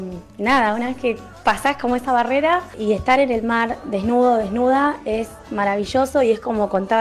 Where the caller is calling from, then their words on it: Tandil, Buenos Aires Province, Argentina; Soy de Tandil.